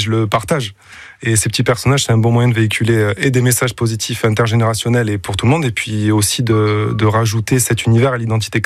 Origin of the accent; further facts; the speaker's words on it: Occitanie, France; Et j'ai grandi en Cerdagne, donc j'ai un réseau là-haut. Et puis là, ça fait quelques années que je suis ici en bas.